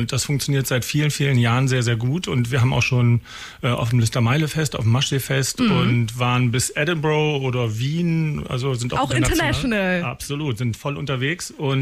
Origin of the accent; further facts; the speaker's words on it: Lower Saxony, Germany; Als Niedersachse ist man ja sturmfest und erdverwachsen